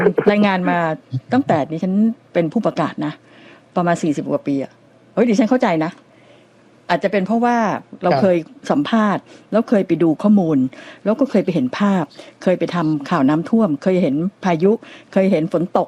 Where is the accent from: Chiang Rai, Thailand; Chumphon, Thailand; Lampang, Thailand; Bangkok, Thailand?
Bangkok, Thailand; ก็สำหรับเราชาวกรุงเทพมหานครคนเดินดินกินข้าวแกงนี่น้อยนักที่จะไม่เคยนั่งรถเมล์หรือว่ารถขอสมกนะ